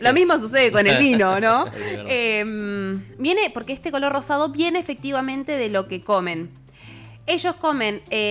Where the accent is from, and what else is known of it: Argentina